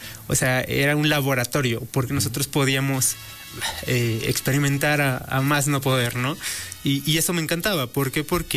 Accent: Puebla, Mexico; Yo vengo de la Sierra Poblana Mixteca, okay, o sea, muy cerca de Oaxaca.

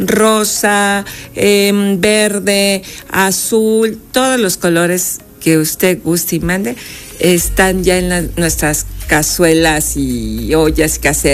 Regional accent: Mexico; Finalmente todos somos mexicanos y mexicanas.

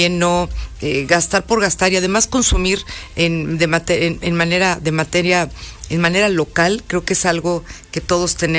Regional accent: Teziutlán, Puebla, Mexico; Y mira que yo soy de Teciutlán, soy teciuteca, y ahí, bueno, son los molotes

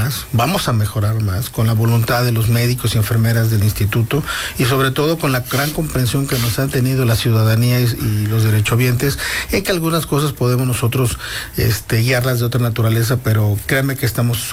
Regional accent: Mexico; como buenos mexicanos somos, y me incluyo también

